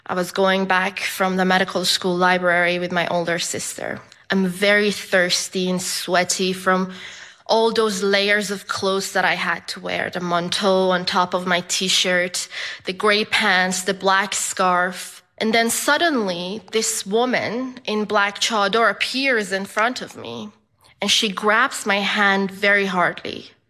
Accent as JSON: {"language": "English", "country": "Iran", "said": "A 22-year-old girl in Iran, my home country, has been killed by the morality police because of inappropriate hijab."}